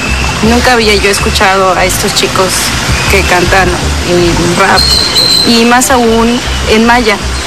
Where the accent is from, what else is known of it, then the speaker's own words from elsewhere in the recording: Yucatán, Mexico; ¿Por qué no hablo maya? Siendo yo yucateca